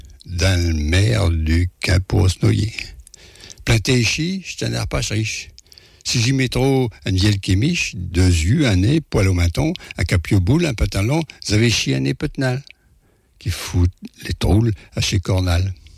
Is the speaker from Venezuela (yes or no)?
no; Paris, Île-de-France, France; et là, je ne viens pas des Amériques, je viens plutôt de Paris